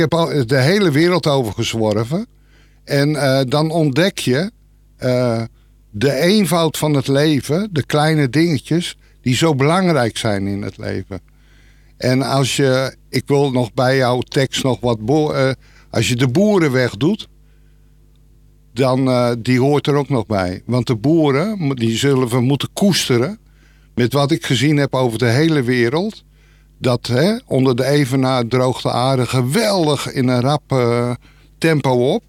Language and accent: Dutch; Hooglanderveen, Utrecht, Netherlands; born there; geboren in Hooglanderveen. Ik kom uit een gezin van 7 kinderen, als oudste.